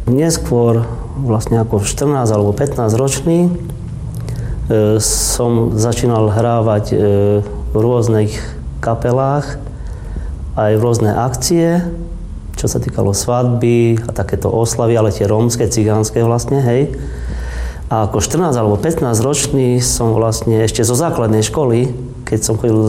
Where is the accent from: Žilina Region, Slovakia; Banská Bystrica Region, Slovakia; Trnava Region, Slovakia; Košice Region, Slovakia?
Košice Region, Slovakia; Košice; tam ten život v Prahe bol troška inakší ako u nás v Košiciach.